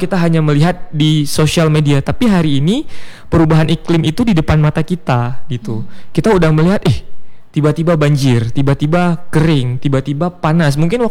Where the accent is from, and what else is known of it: Aceh, Indonesia